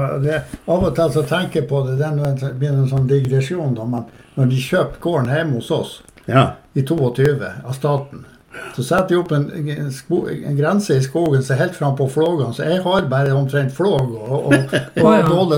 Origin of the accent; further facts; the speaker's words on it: Eastern Norway, Norway; moved away; Vi flyttade ju hit i 61 från Östlandet